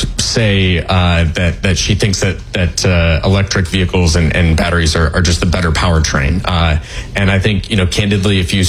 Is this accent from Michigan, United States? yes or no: yes; Michigan, United States; I grew up in Michigan.